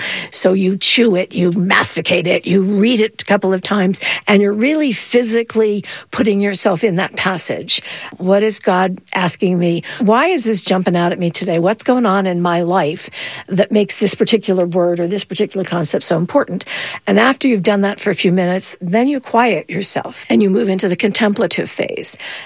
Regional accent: Latrobe, Pennsylvania, United States; I'll send you to my hometown, Latrobe, Pennsylvania. It's got the oldest Benedictine archabbey in the country.

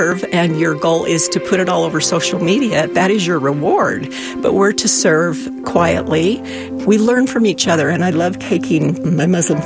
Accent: Salt Lake City, Utah, United States; I was born and raised in Salt Lake City. I was not raised in an active member family of The Church of Jesus Christ of Latter-day Saints

